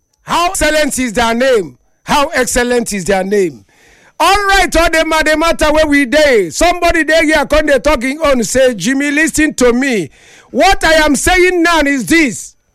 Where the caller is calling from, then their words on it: Benue, Nigeria; I come from Benue.